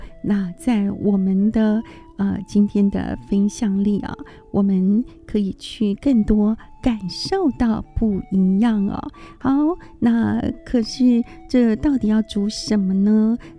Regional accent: Taiwan; 我们其实台湾人

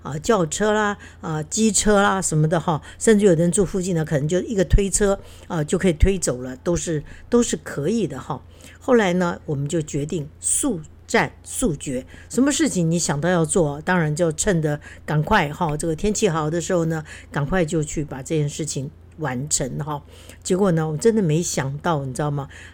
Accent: Keelung, Taiwan; 那我自己小时候也住在这个基隆的乡下

